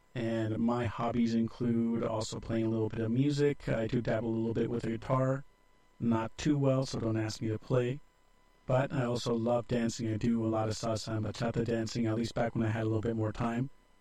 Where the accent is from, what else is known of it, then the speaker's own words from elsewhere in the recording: San Benito County, California, United States; now in Modesto, United States; I didn't grow up specifically here in Modesto or in Stanislaus County. I grew up over in San Benito County.